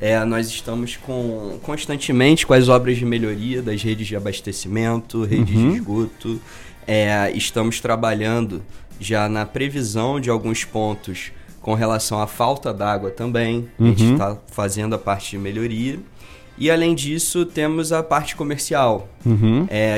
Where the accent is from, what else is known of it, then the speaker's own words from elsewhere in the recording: Rio de Janeiro, Brazil; moved away as an adult; now in Governador Valadares, Brazil; Sou carioca, mas com família de Coroaci.